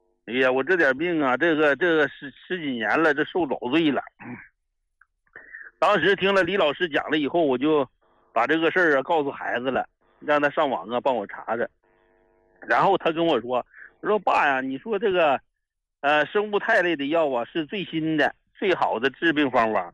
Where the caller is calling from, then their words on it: Harbin, Heilongjiang, China; 我是哈尔滨的老患者了